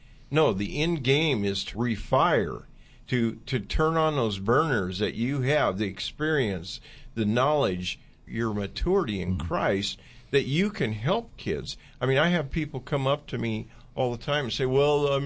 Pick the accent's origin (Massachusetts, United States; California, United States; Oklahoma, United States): California, United States; Oakland; Now, I grew up in East Oakland.